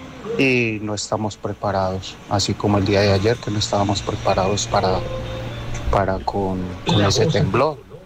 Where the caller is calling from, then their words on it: Colombia; todos nosotros los colombianos